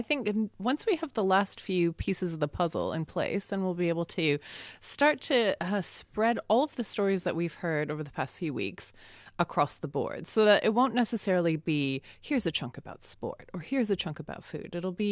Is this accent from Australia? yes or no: no; Canada; I grew up in Canada, where ice hockey, here we just call it hockey, was the biggest thing.